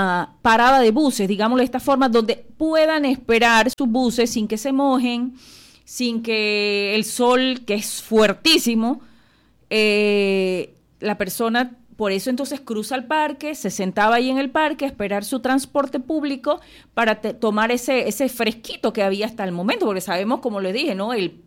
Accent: Macaracas, Los Santos, Panama; Y digo macaraqueños porque también me incluyo. Yo nací aquí en Macaracas, para que sepan, sí. Nací aquí en el hospital, pero en el viejo, como dicen. Y mi madre de Llano de Piedras, de Macaracas. Mi padre sí es chitreano

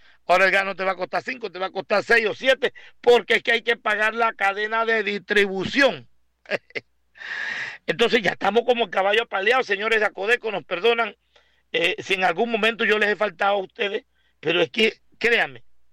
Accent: Panama; yo como panameño, como ciudadano común y corriente de a pie

